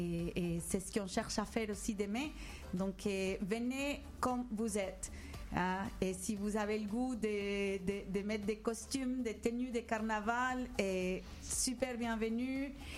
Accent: Colombia; now in Quebec, Canada; Et moi, je viens de la Colombie.

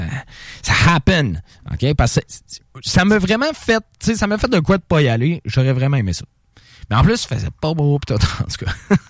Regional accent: Quebec City, Quebec, Canada; moved away as an adult; also born or lived in British Columbia; now in Lévis, Canada; Non, j'ai toujours habité à Québec.

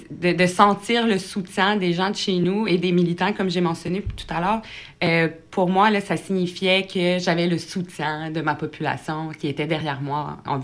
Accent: Quebec, Canada; chez nous, à Saint-Pierre, avec mes proches

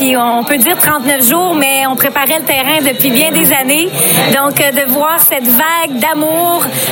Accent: Quebec, Canada; moved away; que je sois revenue chez moi, en Gaspésie

